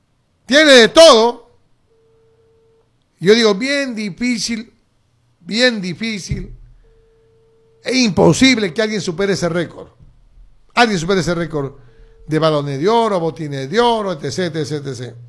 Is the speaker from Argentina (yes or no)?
no; Peru; Nosotros somos peruanos.